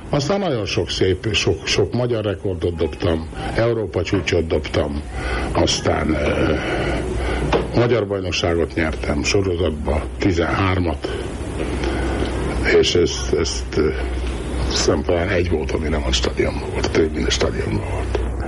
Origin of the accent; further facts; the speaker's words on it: Hungary; mert magyar vagyok